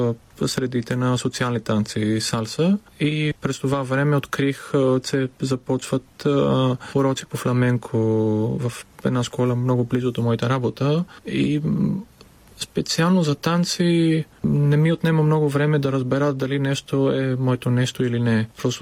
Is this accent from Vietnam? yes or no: no; Veria, Central Macedonia, Greece; Bulgarian is a second language; now in Bulgaria; Особено родния ми град Верия, отнема по-малко време да дойда до София, отколкото от там за Атина.